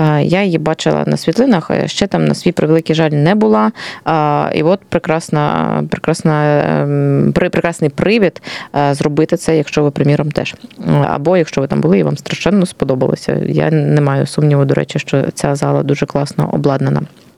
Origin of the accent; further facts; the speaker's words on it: Luhansk Oblast, Ukraine; now in Kharkiv, Ukraine; я, власне, з Луганщини, і ми коли думали в 2014 році, що за 2-3 тижні все закінчиться, ми приїхали, власне, в Харків, і заїхали з району Холодної гори